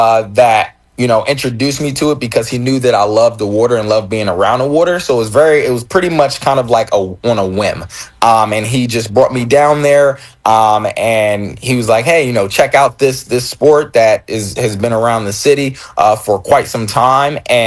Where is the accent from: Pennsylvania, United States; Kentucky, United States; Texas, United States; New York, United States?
Pennsylvania, United States; Philadelphia; So born and raised in Philadelphia